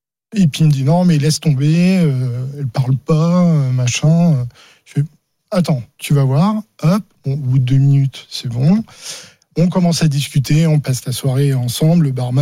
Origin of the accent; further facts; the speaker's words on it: Charleville-Mézières, Grand Est, France; Non, parce que je suis originaire de Charleville-Mézières.